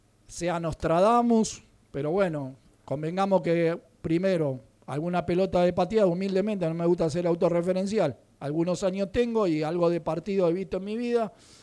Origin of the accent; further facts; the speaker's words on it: Uruguay; Nosotros en Uruguay, o en mi pueblo, al menos mi hermano, yo tenemos la costumbre